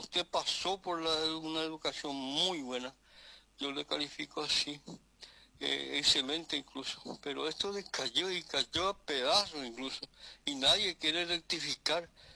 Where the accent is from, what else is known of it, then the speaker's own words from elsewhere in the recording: Paraguay; El Paraguay somos rastreros americanos a cambio de esa parte que hoy sabemos